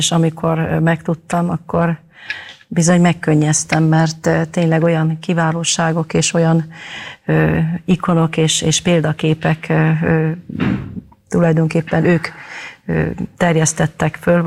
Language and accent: Hungarian; Mohács, Baranya, Hungary; accent: Mohács dialect; moved away; Hát természetesen Mohácson születtem, és ezt a anyanyelvet, vagyis ezt a dialektust nem tudtam az X évek alatt sem elhagyni.